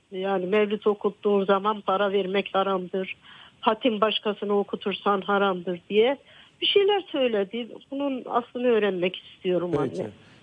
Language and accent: Turkish; Erzurum, Turkey; Ben teşekkür de Erzurumluyum.